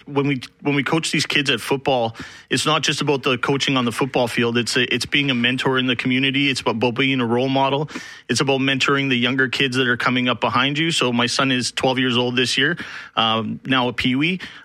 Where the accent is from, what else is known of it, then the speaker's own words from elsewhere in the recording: Mexico; now in United States; I've lived there all my life since we came here from Mexico, and I love that neighborhood.